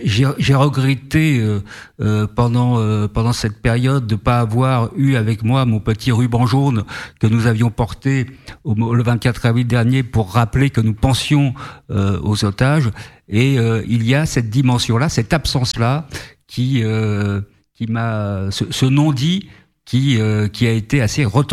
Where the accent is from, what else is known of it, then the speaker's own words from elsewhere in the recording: France; Moi aussi je suis français d'origine arménienne